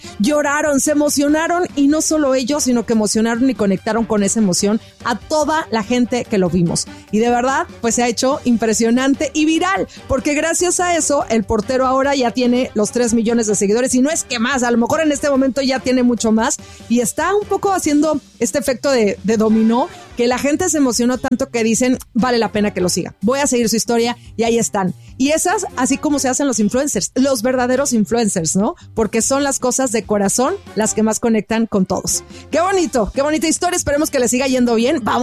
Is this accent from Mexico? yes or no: yes; Mexico